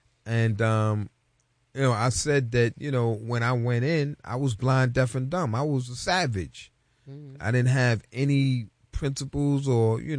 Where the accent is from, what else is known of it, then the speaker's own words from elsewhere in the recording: New York City, New York, United States; I grew up in the Bronx and in Harlem